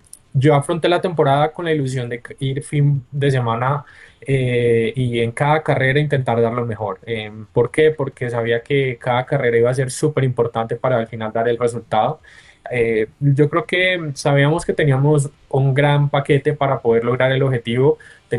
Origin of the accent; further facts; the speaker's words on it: Colombia; llevar la bandera de Colombia en las pistas del mundo.